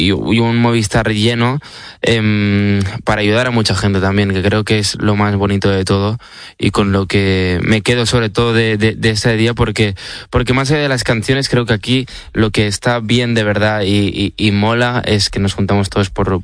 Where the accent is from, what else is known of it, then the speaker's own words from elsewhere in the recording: Barcelona, Catalonia, Spain; pues nada, yo soy un chico de Barcelona